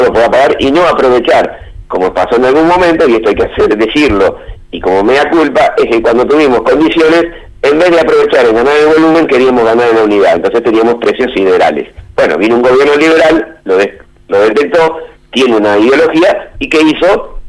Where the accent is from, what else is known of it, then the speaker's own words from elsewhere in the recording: Argentina; Todos sabemos cómo somos los argentinos.